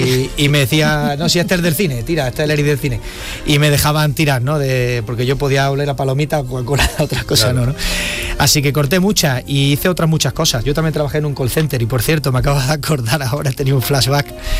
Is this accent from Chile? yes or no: no; Basque Country, Spain; born there; al nacer en el País Vasco, yo creo que nací en Guipúzcoa, era lógico que el equipo que fuera de mis amores en ese momento fuera el de la Real Sociedad, ¿no?